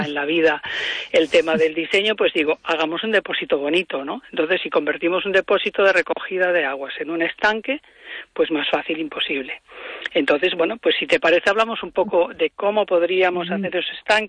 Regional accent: Galicia, Spain; aquí no nos va a pasar porque somos gallegos, llueve mucho

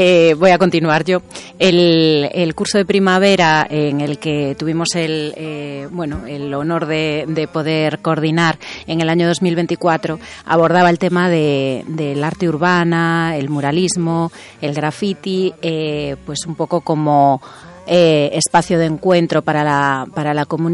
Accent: Ferrol, Galicia, Spain; yo soy de Ferrol.

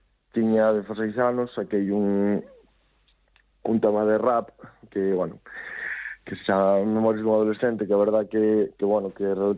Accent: Galicia, Spain

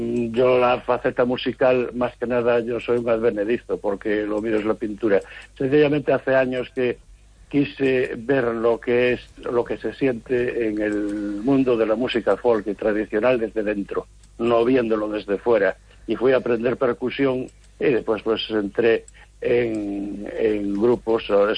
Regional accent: Galicia, Spain; Yo, como soy del sur, del Baixo Miño

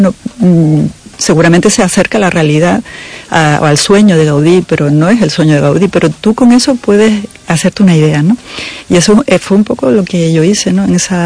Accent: Spain; yo desde luego como española me siento muy, muy orgullosa que en mi país haya gente así en la historia

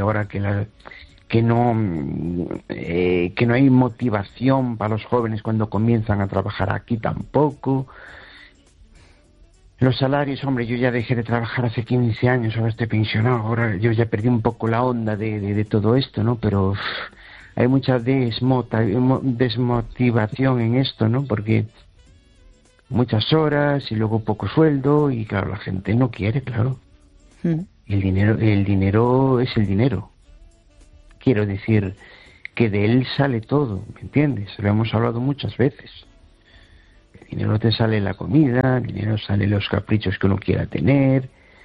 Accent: Amoeiro, Galicia, Spain; now in Tarragona, Spain; de Amoeiro, que hoy te habla, qué cosa más curiosa. Se me hace raro llamarte desde Tarragona.

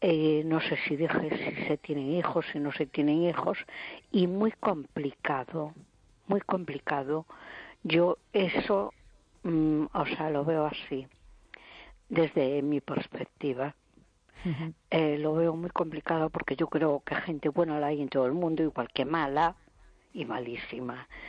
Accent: A Coruña, Galicia, Spain

